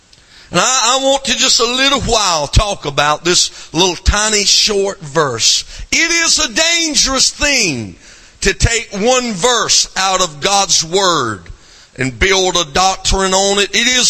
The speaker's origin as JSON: {"language": "English", "region": "South Carolina", "country": "United States", "accent": "southern"}